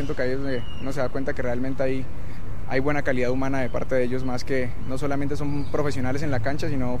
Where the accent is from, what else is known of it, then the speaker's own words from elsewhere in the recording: Barrancabermeja, Santander, Colombia; Yo nací en un barrio llamado Danubio y bueno, me crié luego en el 20 de agosto y he vivido en casi todos los barrios de Barranca, Primero de Mayo, Minas del Paraíso, pero sí nací en el Danubio.